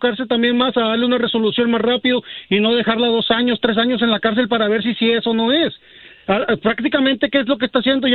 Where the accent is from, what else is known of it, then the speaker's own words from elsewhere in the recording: Mexico; en primer lugar, yo soy mexicano, pero mi esposa es del Salvador.